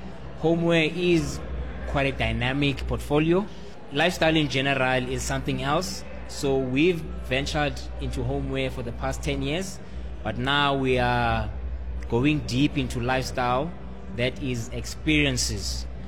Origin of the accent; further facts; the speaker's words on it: Eastern Cape, South Africa; the Eastern Cape. Of course, that's our home.